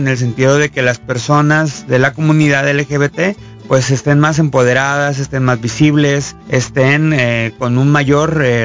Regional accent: Mexico; porque somos mexicanos, mexicanas, mexicanes, y queremos que haya este respeto irrestricto en todos los sentidos.

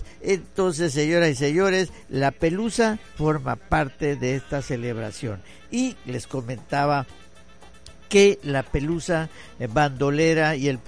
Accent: Mexico; Es la cultura de, como mexicano, como hijo, como papá, como esposo, que nos han inculcado.

